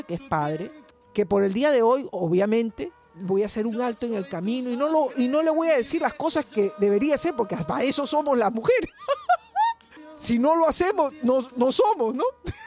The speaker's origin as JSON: {"language": "Spanish", "country": "Peru", "said": "yo soy como toda peruana, tengo rasgos chinos, ¿no? Orientales, ¿no?"}